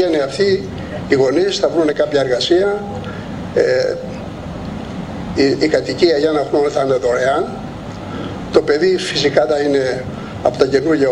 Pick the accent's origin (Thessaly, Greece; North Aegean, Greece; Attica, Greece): North Aegean, Greece; Chios; moved away as an adult; also born or lived in New York, United States; now in United States; Κατάγομαι από την Παρπαριά. Εφήτησα 5 χρόνια στο γυμνάσιο της Βολισσού. Από το 1959 μέχρι το 1964 απεφύτησα, πήγα στην αεροπορία και συνεχεία στη Νέα Υόρκη το 1969.